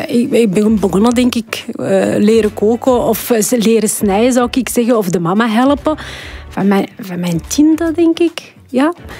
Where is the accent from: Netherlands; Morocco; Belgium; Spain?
Morocco; Het is niet, want ik ben Marokkaans, ik ga dagelijks alleen tagine maken.